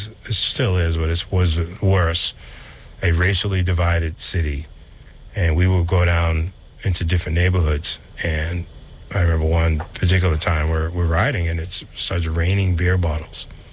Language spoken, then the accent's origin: English; Roxbury, Massachusetts, United States; I was bus from Roxbury out to Lexington.